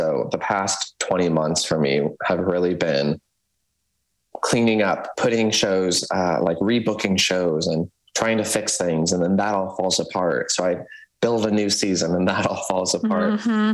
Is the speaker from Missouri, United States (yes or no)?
yes; St. Louis, Missouri, United States; So I am from St. Louis originally. So grew up here. My whole family's here.